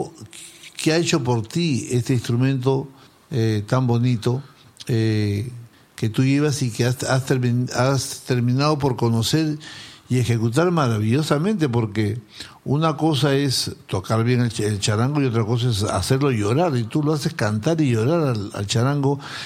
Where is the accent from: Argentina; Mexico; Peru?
Peru; como peruano y como músico peruano, me alegra muchísimo.